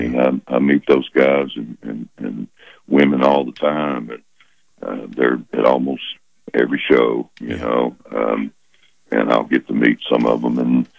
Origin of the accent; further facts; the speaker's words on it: Louisiana, United States; I live about 50 miles from Shreveport